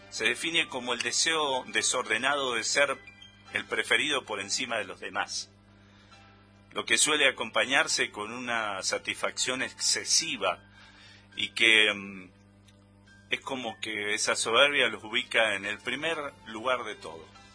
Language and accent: Spanish; Argentina